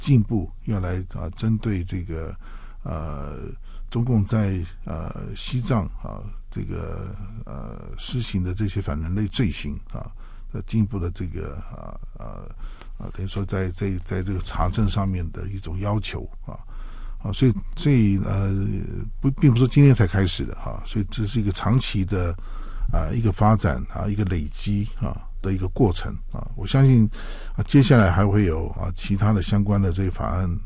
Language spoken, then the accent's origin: Chinese; Taiwan